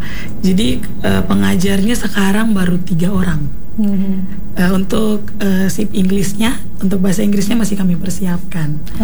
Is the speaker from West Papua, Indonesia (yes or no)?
yes; Fakfak, West Papua, Indonesia; now in Sorong, Indonesia; Kebetulan saya ini kan orang Fakfak.